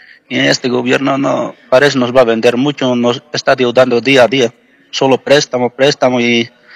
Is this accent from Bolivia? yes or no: yes; Bolivia; porque nuestra plata boliviana casi ya no sirve para nada